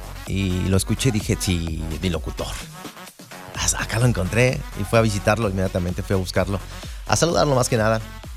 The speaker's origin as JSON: {"language": "Spanish", "town": "Irapuato", "region": "Guanajuato", "country": "Mexico", "moved": "yes", "lives_now": "United States", "said": "es mi paisano, hombre. Somos de Irapuato."}